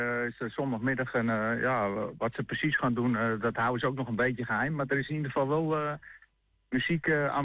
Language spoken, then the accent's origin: Dutch; North Holland, Netherlands; ik ben geen Brabander, nee. Ik kom uit Noord-Holland.